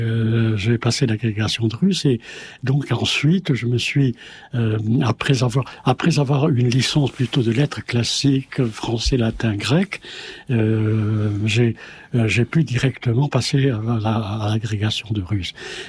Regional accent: Bordeaux, Nouvelle-Aquitaine, France; moved away; je suis bordelais à l'origine.

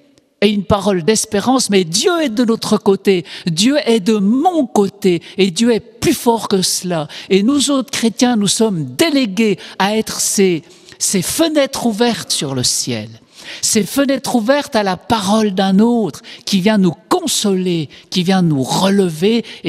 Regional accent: Switzerland; vous savez qu'en Suisse, comme je suis suisse, hein, il est permis de faire appel à un service assisté

